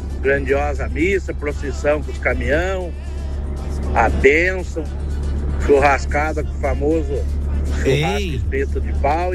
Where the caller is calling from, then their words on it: Ventania, Paraná, Brazil; por aqui da cidade de Ventania.